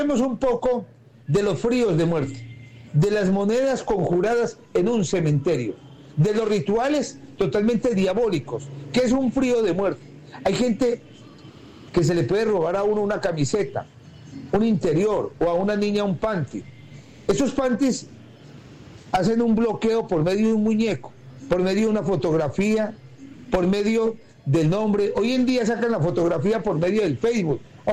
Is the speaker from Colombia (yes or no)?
yes; Quibdó, Chocó, Colombia; Tengo familia aquí en Santa Rosa, pero soy de Quibdó, Chocó.